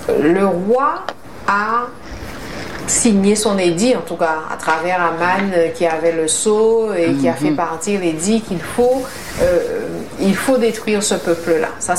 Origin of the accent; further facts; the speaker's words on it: France; chez nous en France